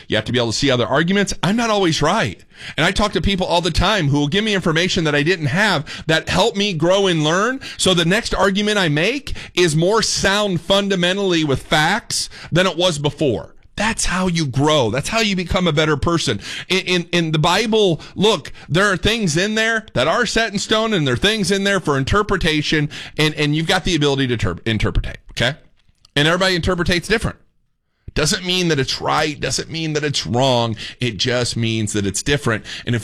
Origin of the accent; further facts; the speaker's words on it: Indiana, United States; now in Texas, United States; I moved down here from Indiana. Y'all know I'm a Yankee. They have basements up north.